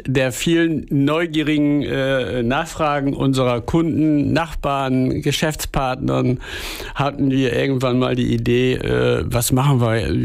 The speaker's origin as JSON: {"language": "German", "town": "Bremerhaven", "region": "Bremen", "country": "Germany", "tie": "born there", "said": "dass ich allen 45 Mitreisenden meine Geburtsstadt Bremerhaven noch mal näher bringen konnte."}